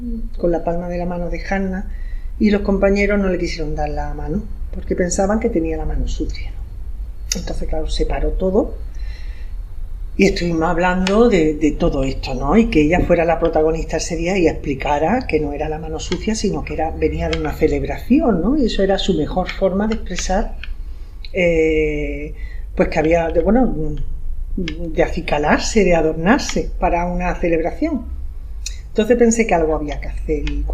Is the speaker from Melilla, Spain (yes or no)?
yes; Melilla, Spain; yo soy de Melilla.